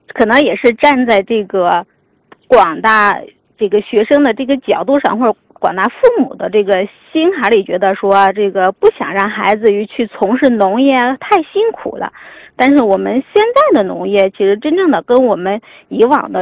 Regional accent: China; 我们其实我们中国人走到哪儿都喜欢去种点什么

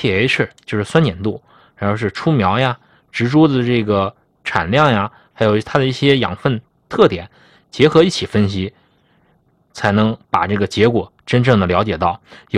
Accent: Zhangjiakou, Hebei, China; now in Tianjin, China; 哦，我是河北人。

